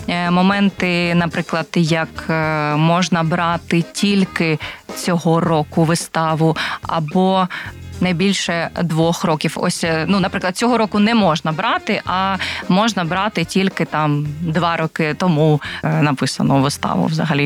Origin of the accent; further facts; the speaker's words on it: Kharkiv, Kharkiv Oblast, Ukraine; now in Kryvyi Rih, Ukraine; Наприклад, я сама з Харкова, і багато чого бачила, багато вистав бачила